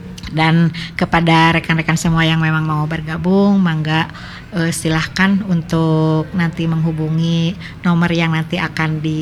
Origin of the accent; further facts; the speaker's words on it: Bandung, West Java, Indonesia; saya juga orang Kota Bandung